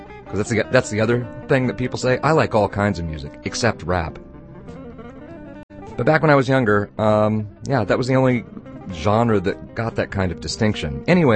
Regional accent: Oklahoma, United States; born or raised there

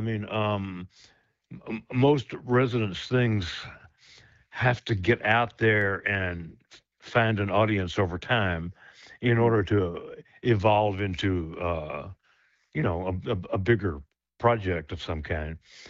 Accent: the South, United States; born or raised there

